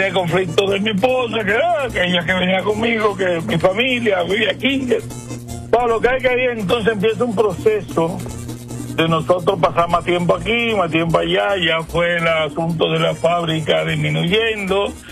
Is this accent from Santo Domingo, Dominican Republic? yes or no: no; San Francisco de Macorís, Duarte, Dominican Republic; moved away as an adult; now in Puerto Rico; yo soy de San Francisco de Macorís. Soy el primer hijo de mi mamá, de cuatro que éramos.